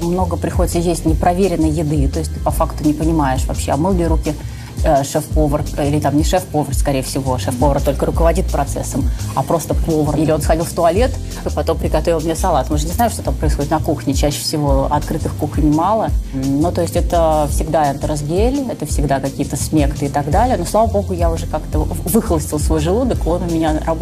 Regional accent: Russia

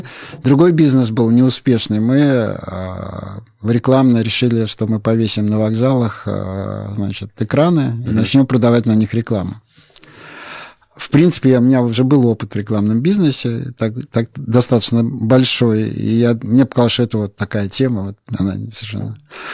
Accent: Saint Petersburg, Russia; я как питерский человек, мне в принципе нравится рюмочная.

